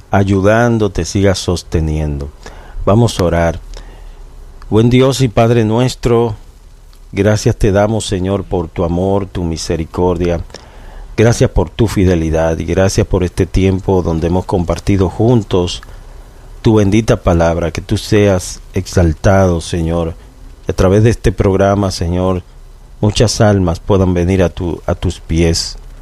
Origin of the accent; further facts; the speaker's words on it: Samaná, Dominican Republic; La tierra que me vio nacer. Samaná. Samaná es mi pueblo natal.